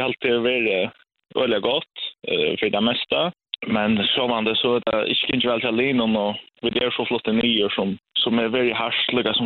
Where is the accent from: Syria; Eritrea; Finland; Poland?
Poland; now in Sweden; Och särskilt att jag kom från Polen, vi alltid hade hällde vi och ner och så kom jag till Lugan här.